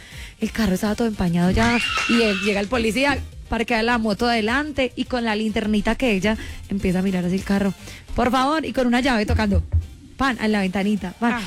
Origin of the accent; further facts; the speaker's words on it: Entre Ríos, Argentina; Yo también soy de pueblo, yo soy de Entre Ríos.